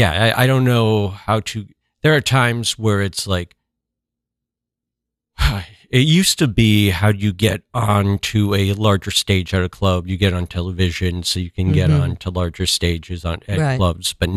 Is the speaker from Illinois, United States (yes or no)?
no; Minneapolis, Minnesota, United States; moved away; I'm from Minneapolis, so things were going on here.